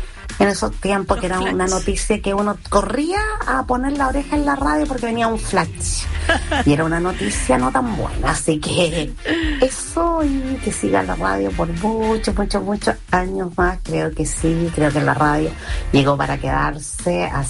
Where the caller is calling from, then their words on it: Curauma, Valparaíso, Chile; Tengo 63 años … de Curauma. Toda la vida me crié con la radio encendida.